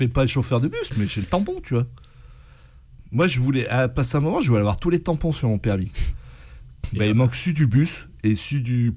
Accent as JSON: {"language": "French", "region": "Auvergne-Rhône-Alpes", "country": "France"}